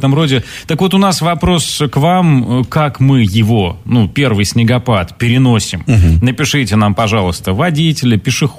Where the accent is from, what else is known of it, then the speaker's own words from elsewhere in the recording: Urals, Russia; Мы ж уральцы